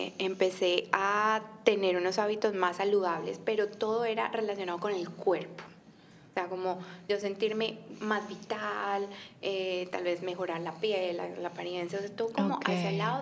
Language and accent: Spanish; Medellín, Antioquia, Colombia; moved away; yo soy de Medellín